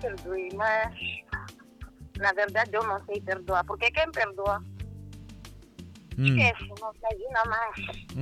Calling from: Nampula, Mozambique; eu sou de Nampula

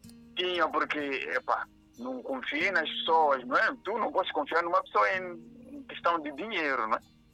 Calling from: Gaza, Mozambique

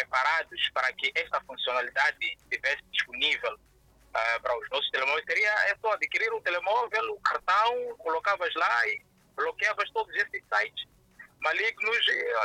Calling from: Nampula, Mozambique; Falo de Nampula.

